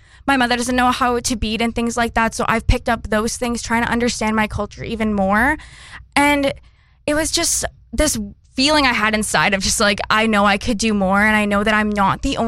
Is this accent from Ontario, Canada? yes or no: no; Stewart, British Columbia, Canada; because I grew up in Stewart, British Columbia. It's a town of 300 people.